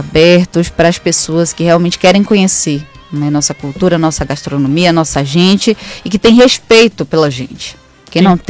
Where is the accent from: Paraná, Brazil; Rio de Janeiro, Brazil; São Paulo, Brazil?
São Paulo, Brazil; Estou aqui há 30 anos, sou paulistano, adoro a cidade.